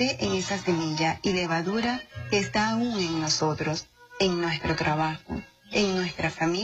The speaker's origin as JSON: {"language": "Spanish", "country": "Venezuela", "said": "Como venezolanos, estamos atravesando un tiempo propicio para permitir el desarrollo de lo que construye y dinamiza"}